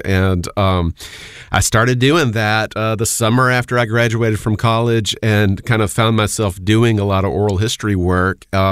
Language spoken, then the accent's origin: English; Montgomery, Alabama, United States; So when I discovered, you know, field recordings from the state of Alabama, I grew up in Montgomery, and I, you know, gravitated towards music that had a history that dovetailed in some ways with at least the place where I was from.